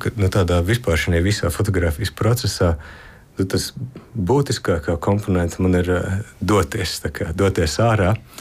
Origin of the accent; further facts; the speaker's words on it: Selonia, Latvia; es pats esmu bērnību pavadījis Sēlijā, tad kādā ziņā man tā vide bija pazīstama.